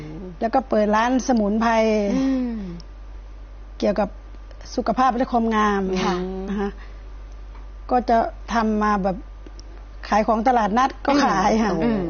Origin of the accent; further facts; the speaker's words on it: Nong Han, Udon Thani, Thailand; อำเภอหนองหานตอนวัยเด็กก็พ่อแม่จะออกไปที่บ้านมีฐานะทำแบบทำไร่ทำนาค่ะ